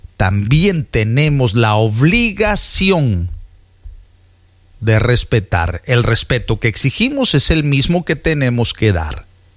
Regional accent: Veracruz, Mexico; soy de oro, soy jarocho.

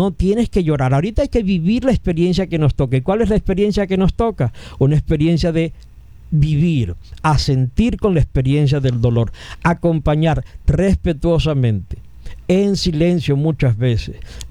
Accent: Venezuela

